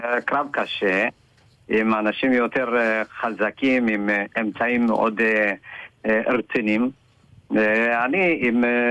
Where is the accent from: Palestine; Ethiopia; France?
Ethiopia; now in Haifa, Israel; חיפה זה מקום ראשון שעליתי מאתיופיה, ישר השתקעתי באתר הקרוונים נווה קרמל